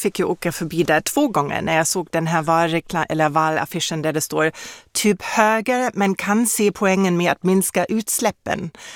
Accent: Germany; Swedish is a second language; Det var jätte konstigt som tysk att gå där.

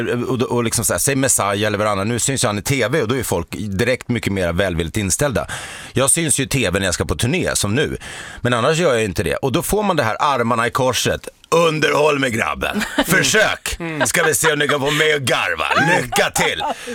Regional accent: Stockholm, Stockholm County, Sweden; born there; Men sen är jag ju också född i Stockholm. Jag är född på Södersjukhuset

